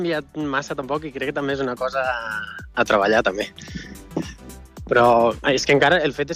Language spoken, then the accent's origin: Catalan; Tremp, Catalonia, Spain; Nosaltres som de Trem, sí.